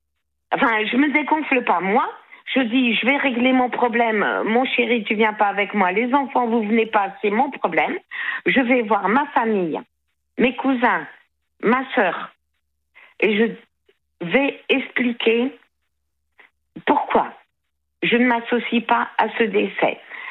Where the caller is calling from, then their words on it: Brittany, France; je vis en Bretagne